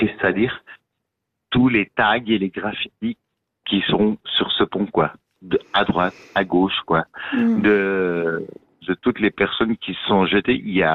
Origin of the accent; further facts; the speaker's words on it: Broye, Switzerland; Parce que moi, je ne suis pas de Genève, je suis de la Broye.